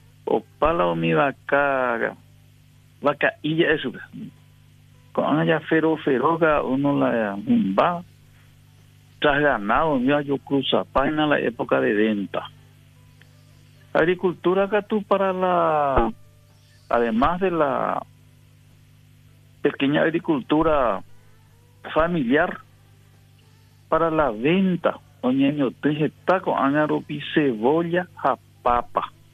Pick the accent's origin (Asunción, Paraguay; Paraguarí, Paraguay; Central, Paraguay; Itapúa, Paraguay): Paraguarí, Paraguay; Caballero; Aniversario de fundación de mi pueblito querido, Caballero Pueblo.